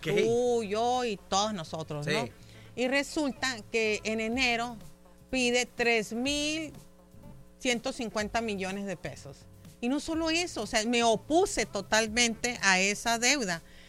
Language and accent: Spanish; Mexico; ¿qué dice uno como mexicano?